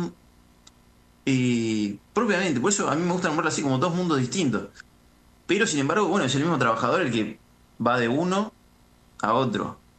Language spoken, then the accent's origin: Spanish; Buenos Aires, Argentina; yo, bueno, vengo de Buenos Aires y cuando llegué acá al Valle, escuché esto de subir y bajar.